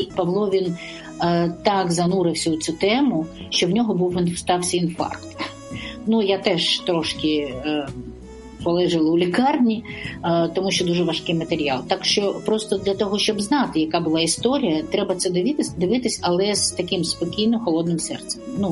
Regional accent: Odesa, Odesa Oblast, Ukraine; born there; я народилась в Одесі.

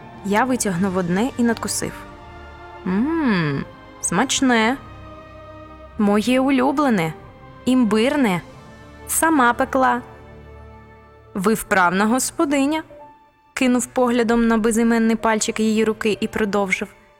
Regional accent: Khmelnytskyi Oblast, Ukraine; Подейкували навіть, що колись на місці моєї малої батьківщини було Сарматське море, а Товтри – то взагалі кораловий риф.

